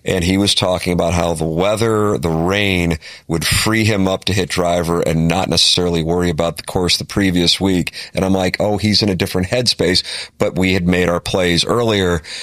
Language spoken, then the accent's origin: English; Ireland; All due respect, I think as an Irish guy, I can say that.